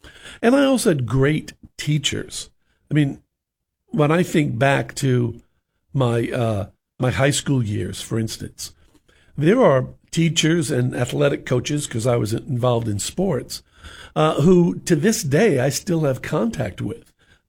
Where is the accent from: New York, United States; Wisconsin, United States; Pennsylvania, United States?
New York, United States; So I had a really almost idyllic 1960s kind of growing up in New York, and it was wonderful.